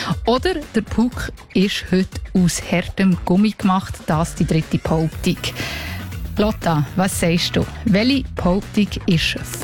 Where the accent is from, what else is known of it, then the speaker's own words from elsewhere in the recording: Switzerland; Forschende vermuten, dass es in Kanada erfunden worden ist und auch bei uns in der Schweiz ist es heutzutage sehr beliebt.